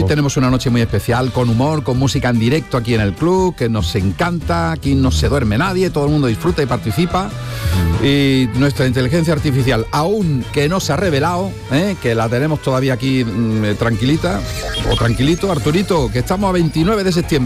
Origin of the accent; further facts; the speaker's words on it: Córdoba, Andalusia, Spain; Los que somos de Córdoba, lo celebramos el 24 de octubre.